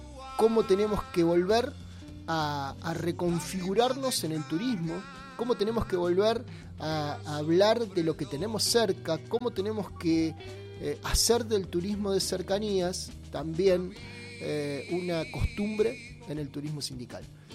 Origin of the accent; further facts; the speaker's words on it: Buenos Aires Province, Argentina; born there; como bonaerense, como persona que nació en el conurbano, no soy de Avellaneda, pero soy de Racing Club de Avellaneda, pero no nací en Avellaneda